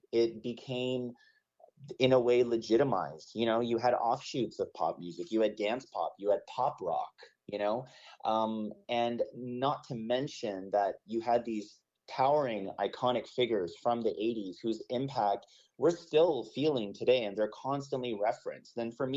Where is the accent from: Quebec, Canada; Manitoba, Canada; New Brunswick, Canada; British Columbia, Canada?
British Columbia, Canada; Vancouver; moved away as an adult; now in Toronto, Canada; I was born and raised in Vancouver, actually.